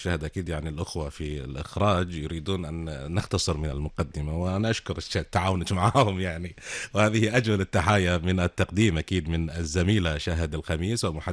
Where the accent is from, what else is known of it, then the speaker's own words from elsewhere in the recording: Kuwait; بلادنا الكويت